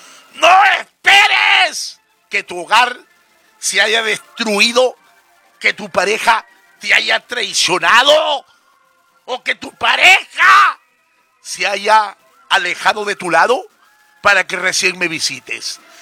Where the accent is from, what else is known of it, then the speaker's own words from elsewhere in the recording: Veracruz, Mexico; now in Peru; mi estado de Veracruz, que es capital del curanderismo mexicano, nosotros los mexicanos